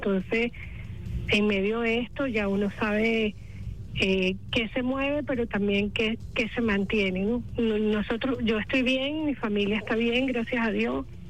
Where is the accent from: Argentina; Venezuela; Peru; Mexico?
Venezuela; nos define como venezolanas y venezolanos